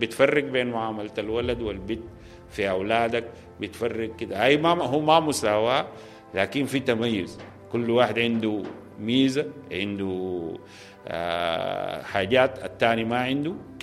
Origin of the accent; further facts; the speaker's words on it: Sudan; لنساء بلادي السودان